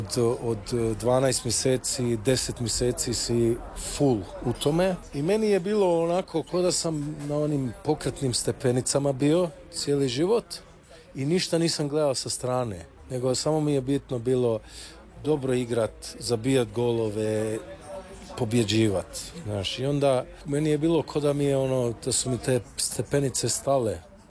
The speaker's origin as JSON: {"language": "Croatian", "country": "Croatia", "said": "pita nas odakle ste, kažemo iz Hrvatske"}